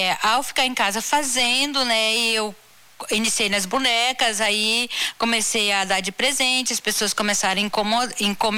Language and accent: Portuguese; Mâncio Lima, Acre, Brazil; now in Rio Branco, Brazil; eu sou de Manso Lima